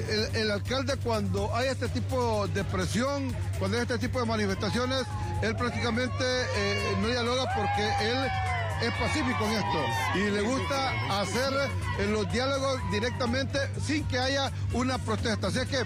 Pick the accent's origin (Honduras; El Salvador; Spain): Honduras; todos somos hondureños y tenemos que darnos un abrazo y querernos.